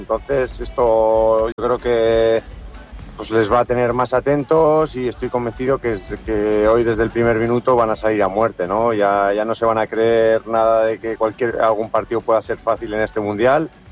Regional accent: La Rioja, Spain; somos los dos riojanos, el de Aro.

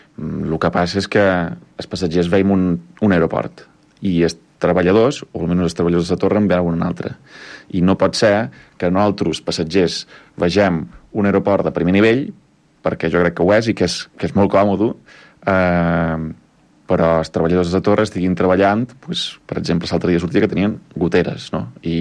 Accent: Menorca, Balearic Islands, Spain; Som els menorquins

